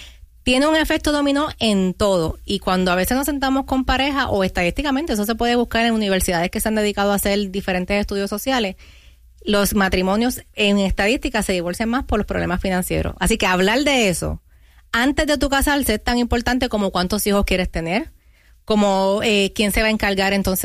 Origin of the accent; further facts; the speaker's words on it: Puerto Rico; Ya que soy boricua, vamos a hablar de la isla